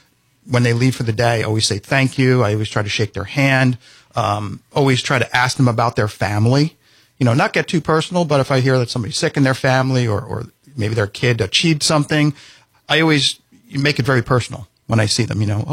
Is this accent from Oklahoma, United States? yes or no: no; New York, United States; moved away as an adult; Staten Island was great when I grew up around there.